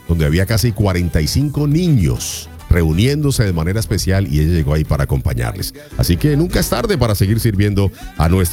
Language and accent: Spanish; Ibagué, Tolima, Colombia; yo soy de Ibagué, estamos ahí casi a un pasito nada más.